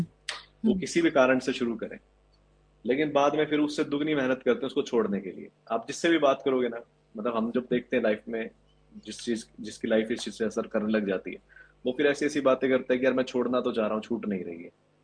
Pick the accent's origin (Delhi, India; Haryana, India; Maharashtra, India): Haryana, India; मैं हरियाणा से हूँ, यहाँ पे स्पोर्ट्स कल्चर भी है